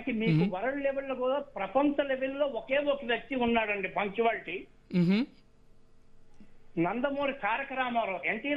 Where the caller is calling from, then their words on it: Bengaluru, Karnataka, India; నేను బెంగళూరు నుంచి మాట్లాడుతున్నాను అయ్యా